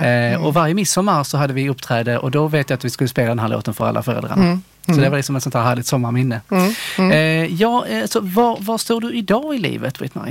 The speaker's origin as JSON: {"language": "Swedish", "town": "Eslöv", "region": "Skåne", "country": "Sweden", "tie": "born or raised there", "said": "när jag var liten och bodde i Eslöv"}